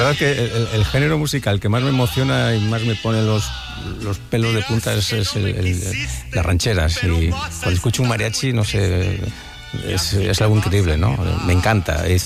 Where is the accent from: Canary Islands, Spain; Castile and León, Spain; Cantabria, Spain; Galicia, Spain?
Cantabria, Spain; Cires; Esa es mi tierra, de ahí vengo yo, de ese Valle del Amazón, muy cerca de los picos de Europa, y ahí pasé mi infancia y concretamente en el pueblo de Cires